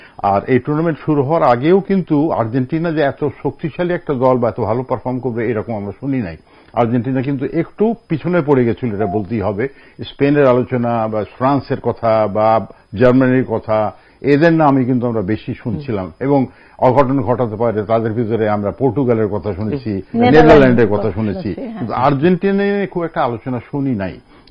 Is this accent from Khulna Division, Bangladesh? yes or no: yes; Kushtia, Khulna Division, Bangladesh; আমার বাড়ি কুষ্টে